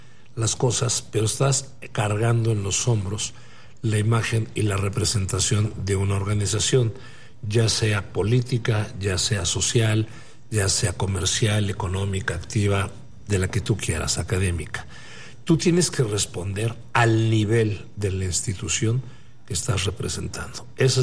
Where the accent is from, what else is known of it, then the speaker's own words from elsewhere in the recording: Mexico; como mexicano, me siento denigrado